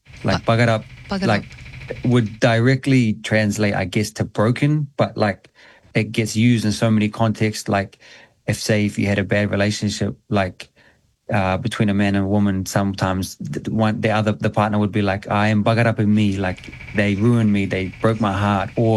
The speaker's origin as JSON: {"language": "English", "country": "New Zealand", "tie": "born or raised there", "said": "I always felt like a bit of an alien growing up in New Zealand, to be honest."}